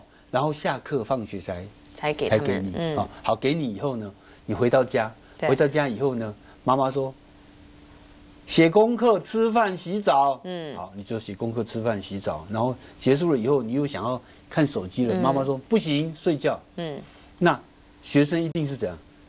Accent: Taiwan

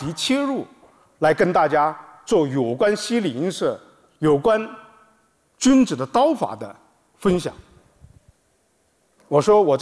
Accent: China

